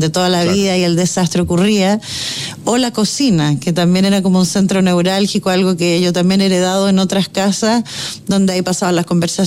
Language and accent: Spanish; Santiago, Santiago Metropolitan Region, Chile; yo crecí en Providencia, en una calle entre como Antonio Varas, Pedro Valdivia, lo que aquí se llama la Ciudad Jardín